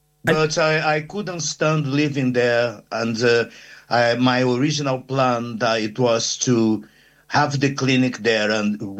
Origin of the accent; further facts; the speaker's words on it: Brazil; English is a second language; moved away; when I was 54, when they, Brazilian, and my accent was even worse than it is now, so 15 years ago.